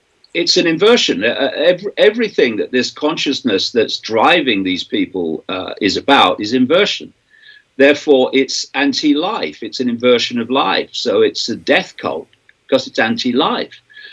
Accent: England, United Kingdom; I was born in 1952. I was brought up in England in the 1950s, not that long after the war, really.

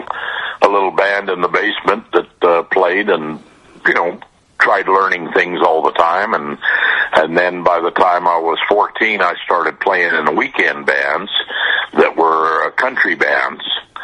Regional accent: Vancouver, British Columbia, Canada; moved away as an adult; also born or lived in Los Angeles / Nashville / Austin, Texas; And then I moved from Canada, where I'm from originally, from Vancouver, Canada. I moved to Los Angeles and started playing full-time there as well right away

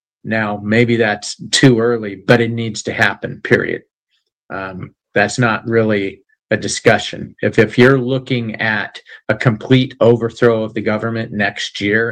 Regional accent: Tennessee, United States; You're not doing that in my hometown here in Tennessee.

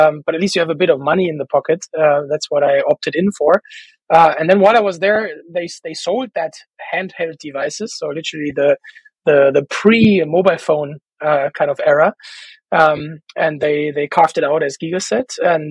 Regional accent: Germany; also born or lived in San Francisco; They would send me at least 2 years back to my home country to bring the American culture back to Germany.

